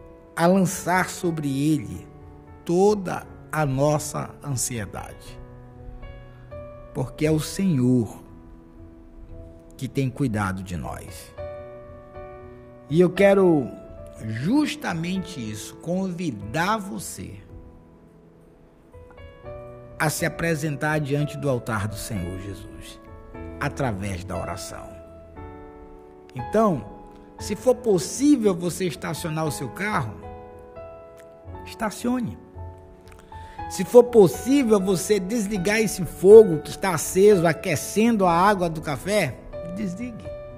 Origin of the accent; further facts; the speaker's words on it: Pará, Brazil; moved away; Lá na minha terra chama toró, né? Lá no Pará.